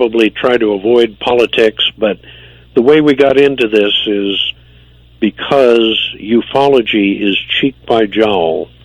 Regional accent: United States

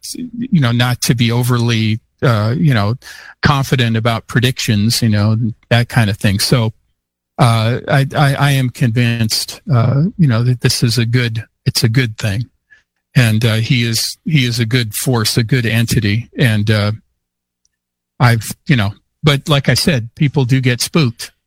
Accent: Kenmore, Washington, United States; also born or lived in Seattle; So that was in Seattle, where I'm from Seattle, but I was actually from Kenmore, Washington, which is the north end of Lake Washington. Our house was right near a Nike missile base, so a nuclear missile site.

